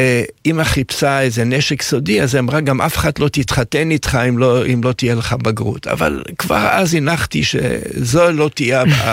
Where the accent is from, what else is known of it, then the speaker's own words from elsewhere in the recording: Jerusalem, Jerusalem District, Israel; אני נולדתי בירושלים, וההורים שלי רשמו אותי לתיכון לידה, מה שנקרא ליד האוניברסיטה.